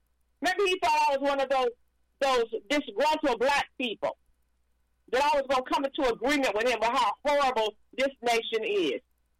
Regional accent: United States; I'm an American. I was born here, raised here.

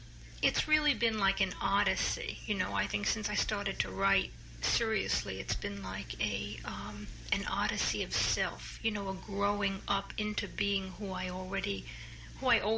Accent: Newark, New Jersey, United States; growing up in Newark

